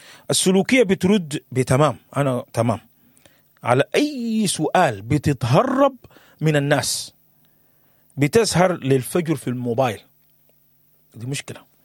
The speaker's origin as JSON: {"language": "Arabic", "country": "Sudan", "moved": "yes", "said": "يحفظ كل الناس اللي هاجرت وسابت السودان وبعيدة من السودان ولها سنين طويلة في دول مختلفة, يعني احنا في شتات غير عادي في دول كثيرة جدا جدا."}